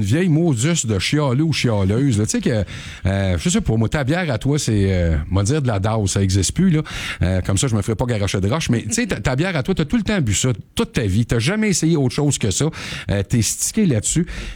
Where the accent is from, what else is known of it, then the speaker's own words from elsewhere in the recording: Quebec, Canada; C'est chez nous en Utah West.